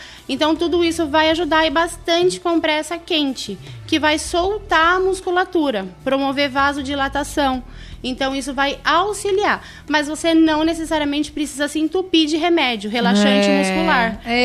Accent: São Paulo, Brazil; now in Itapetininga, Brazil; Eu sou de São Paulo

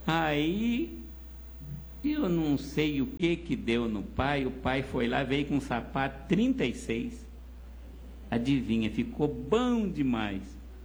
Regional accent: Paraná, Brazil; now in Minas Gerais, Brazil; Eu já nasci lá no Paraná. E lá nós morava naquelas casinhas na beira da mata, em fazenda.

